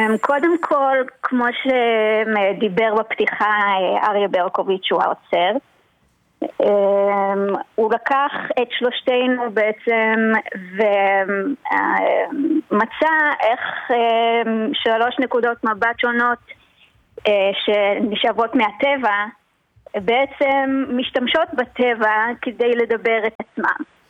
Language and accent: Hebrew; Ne'ot Mordechai, Northern District, Israel; moved away as an adult; also born or lived in Beit Hillel / Sde Nehemia; now in Tel Aviv, Israel; אני בת נאות מרדכי, גדלתי שם, נולדתי שם. גרתי הרבה שנים גם בבית הלל. ובערך מאחרי הצבא, אני עם ההורים שלי ואני בשדה נחמיה.